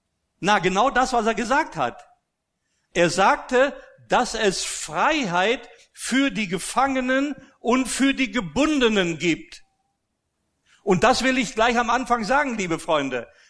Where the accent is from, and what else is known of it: Austria; born or raised there